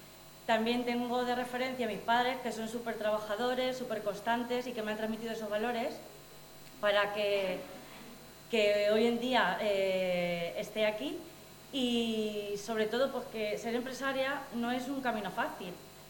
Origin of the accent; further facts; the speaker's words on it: Miguelturra, Castilla-La Mancha, Spain; poder recibir un premio en mi pueblo.